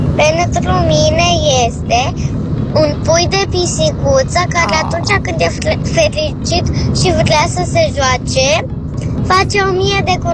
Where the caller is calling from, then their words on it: Suceava, Suceava County, Romania; din Suceava. Am 7 ani